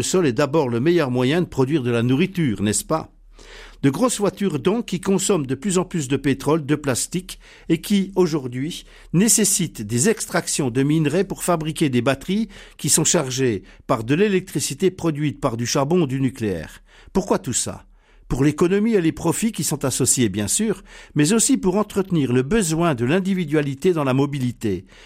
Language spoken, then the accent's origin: French; Bourgogne-Franche-Comté, France; Chez nous, en Franche-Comté